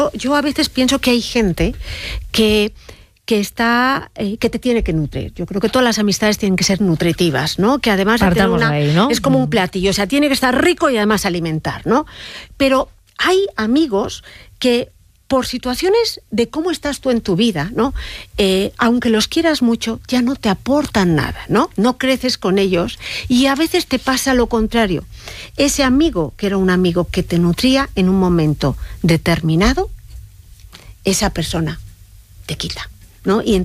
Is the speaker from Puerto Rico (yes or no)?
no; Madrid, Community of Madrid, Spain; yo soy madrileña, y me acuerdo cuando me quería ir a Inglaterra a estudiar.